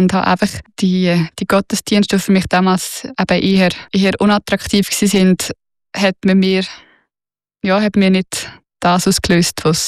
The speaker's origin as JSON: {"language": "German", "region": "Lucerne", "country": "Switzerland", "tie": "born or raised there", "said": "ich bin auf dem Land im Kanton Luzern aufgewachsen und das ist dort wie gar keine Frage gewesen, das haben alle gemacht."}